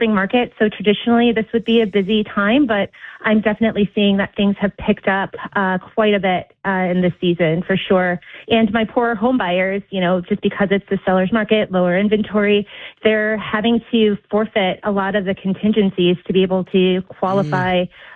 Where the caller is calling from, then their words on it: Chicago, Illinois, United States; I just recently purchased our home in Uptown back in 2023